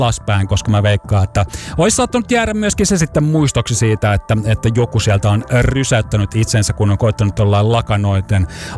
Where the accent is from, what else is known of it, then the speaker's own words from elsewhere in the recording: Forssa, Tavastia Proper, Finland; moved away; oma kotikaupunkini tuolloin, eli Forssa.